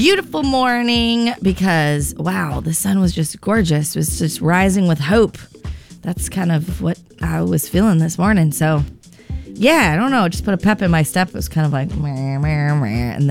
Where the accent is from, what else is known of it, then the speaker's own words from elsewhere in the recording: Santa Barbara, California, United States; It's I know back in my hometown of Santa Barbara, summer solstice is kind of like it's a pretty big event.